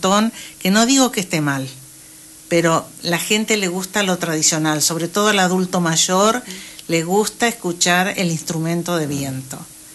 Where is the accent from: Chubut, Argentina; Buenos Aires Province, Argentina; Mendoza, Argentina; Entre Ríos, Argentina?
Entre Ríos, Argentina; Victoria; moved away as an adult; yo estuve 30 años viviendo afuera, en pueblos donde no había bandas. Y bueno, cuando volví a mi pueblo acá